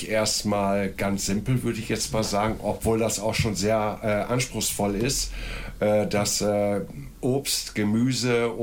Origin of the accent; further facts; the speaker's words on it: Wilhelmshaven, Lower Saxony, Germany; born there; now in Gütersloh, Germany; Geboren in Wilhelmshaven